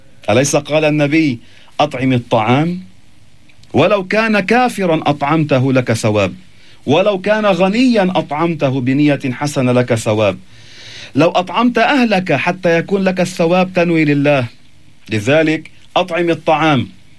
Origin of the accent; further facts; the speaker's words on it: Lebanon; عندنا في لبنان